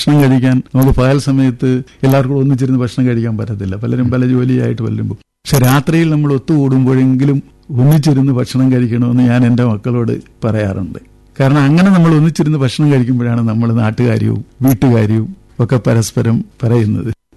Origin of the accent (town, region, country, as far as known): Karunagappally, Kerala, India